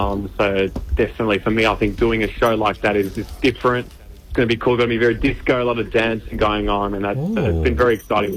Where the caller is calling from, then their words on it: Melbourne, Victoria, Australia; From the freezing cold Melbourne right now.